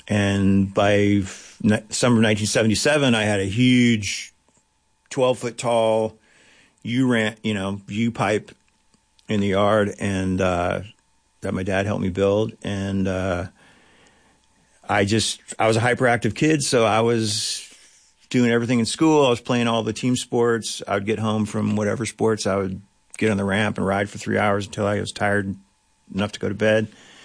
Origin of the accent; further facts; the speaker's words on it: Big Sandy, United States; I said, "Hey, how about if in return you just build a bowl in my hometown of Big Sandy?"